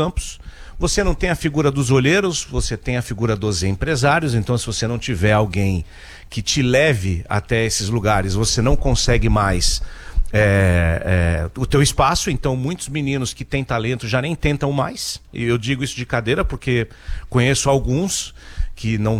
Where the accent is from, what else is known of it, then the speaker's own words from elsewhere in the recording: São Paulo, Brazil; de onde eu vim, por exemplo, lá do Capão Redondo, periferia de São Paulo